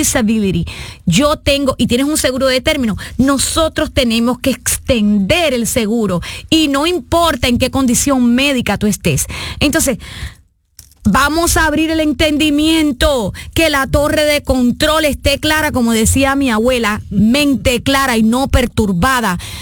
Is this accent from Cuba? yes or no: yes; Cuba; moved away as an adult; porque yo soy cubana, cubana con un corazón internacional. ¿Ah? Sí, la libreta, ya se me está olvidando después de 32 años en este país, pero soy más cubana que las palmas.